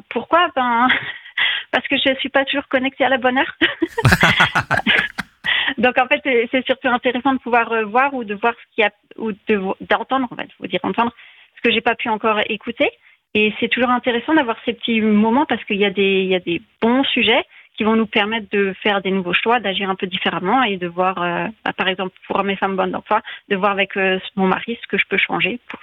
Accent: France; on est français tous

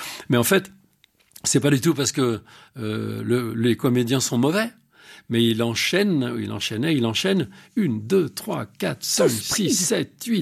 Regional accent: Montmirail, Grand Est, France; also born or lived in Romilly-sur-Seine; Moi je viens de Montmirail dans la Marne, je suis né à Romilly-sur-Seine dans l'Aube. Après quand j'ai eu 6-7 ans, on est parti à Montmirail dans la Marne

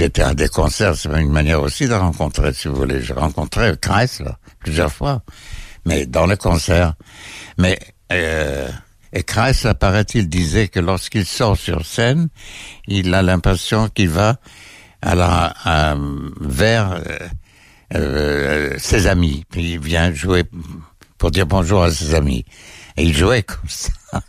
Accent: Haifa, Haifa District, Israel; moved away; Depuis Haïfa, oui. Enfin, Haïfa, c'est ma ville natale

